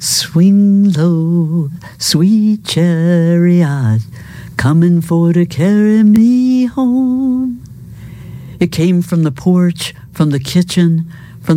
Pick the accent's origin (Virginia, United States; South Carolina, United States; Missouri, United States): Virginia, United States; I grew up in Southern Virginia town, which left its indelible mark on me. And we were just across the Appomattox River from Petersburg, where the Battle of the Crater took place during the Civil War.